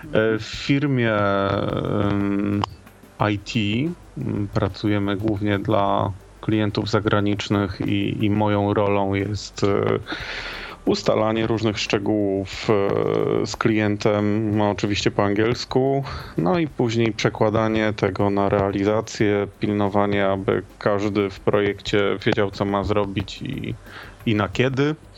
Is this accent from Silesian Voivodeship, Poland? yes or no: yes; Gliwice, Silesian Voivodeship, Poland; also born or lived in Warsaw; now in Kraków, Poland; Na co dzień mieszkam w Krakowie, choć często wybywam albo do rodzinnych Gliwic, albo do Warszawy, gdzie spędziłem 7 lat